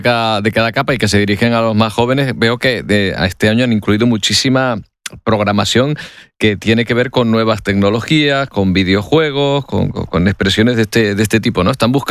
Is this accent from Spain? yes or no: yes; Canary Islands, Spain; ¿Hay que recordarnos lo canarios que somos cada 30 de mayo o qué?